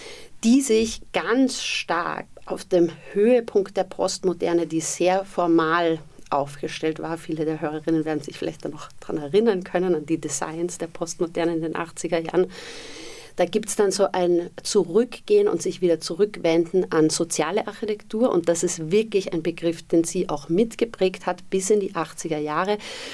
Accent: Vienna, Austria; moved away; Also ich komme ja aus Wien eigentlich

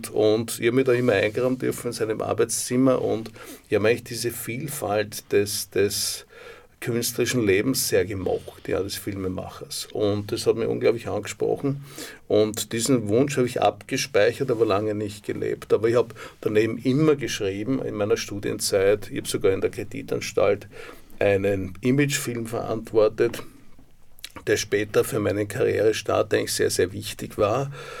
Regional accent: Austria; dass ich heute jetzt als Österreicher da bei dieser tollen internationalen Bank dann in London, New York bin

